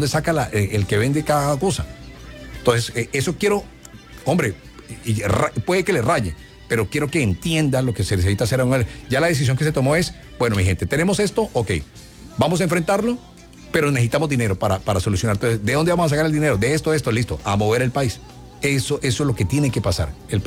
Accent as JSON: {"language": "Spanish", "region": "Atlántico", "country": "Colombia", "said": "Yo no sé si la gente sabe, pero yo soy de Barrio Abajo."}